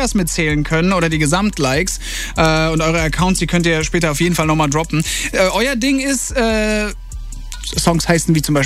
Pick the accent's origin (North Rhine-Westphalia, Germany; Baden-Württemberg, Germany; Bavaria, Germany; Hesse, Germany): Baden-Württemberg, Germany; Mannheim; born there; now in Berlin, Germany; Wir sind 3 Zugezogene jetzt am Tisch. Ich bin aus Mannheim gebürtig, aber Ostwestfalen beide